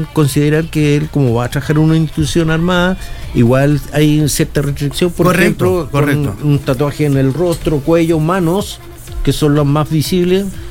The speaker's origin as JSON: {"language": "Spanish", "region": "Antofagasta", "country": "Chile", "said": "Yo soy de Antofagasta, pero la plaza está en Santiago"}